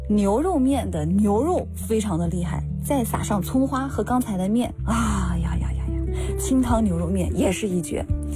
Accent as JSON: {"language": "Chinese", "town": "Anqing", "region": "Anhui", "country": "China", "tie": "born or raised there", "moved": "as an adult", "lives_now": "Shenzhen, China", "said": "我呢是一个土生土长的安庆妹子。听到安庆两个字，您可能会有点不知道那是哪儿。我跟大家报告一下，这个呀是在安徽省的安庆市"}